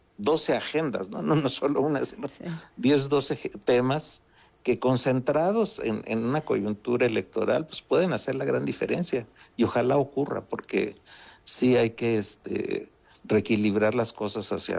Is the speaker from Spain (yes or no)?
no; Mexico; y de ese número mínimo, el 80% somos mexicanos.